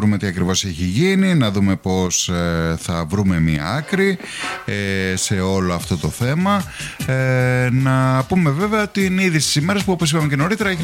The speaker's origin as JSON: {"language": "Greek", "country": "Greece", "said": "εμείς οι Έλληνες, οι ξυπνάδες, ξυπνοί που είμαστε Έλληνες"}